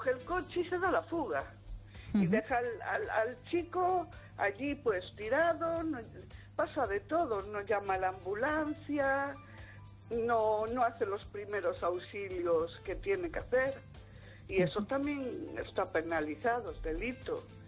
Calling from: Vigo, Galicia, Spain

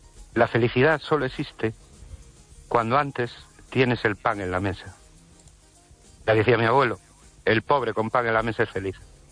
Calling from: Ourense, Galicia, Spain; de Orense.

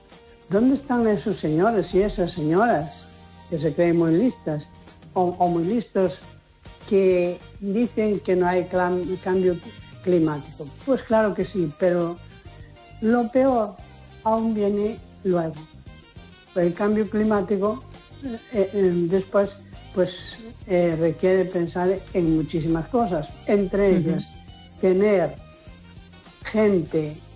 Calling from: A Coruña, Galicia, Spain; de la Coruña.

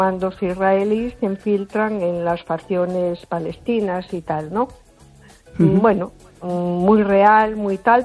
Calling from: A Coruña, Galicia, Spain; Hola, buenas noches. Soy … de Coruña.

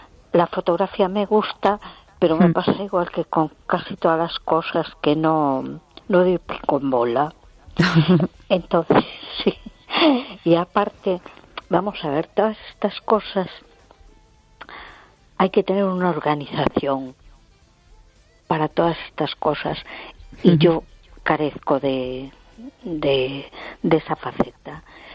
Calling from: A Coruña, Galicia, Spain; Hola, soy … de Coruña.

